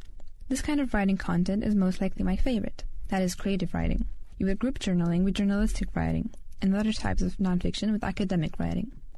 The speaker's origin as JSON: {"language": "English", "country": "Lithuania", "second_language": "English"}